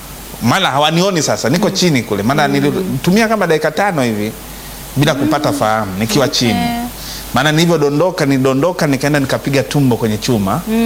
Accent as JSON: {"language": "Swahili", "area": "Maswa, Shinyanga", "region": "Simiyu", "country": "Tanzania", "tie": "born or raised there", "moved": "yes", "lives_now": "Dar es Salaam, Tanzania", "said": "2001 nikiwa nimeingia muda si mrefu katika jiji ile la Dar es Salaam, nikitokea kijijini kwetu Mara Mpaka, Maswa, Shinyanga, ambako ndiko nilikokulia huko Simio. Na ule mwaka 2001 baada ya kufika hapa Dar es Salaam, nilikuwa nikiishi na kaka yangu wa kwanza kuzaliwa kwetu"}